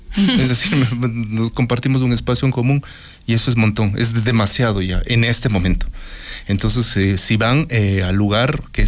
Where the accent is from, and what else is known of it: Ecuador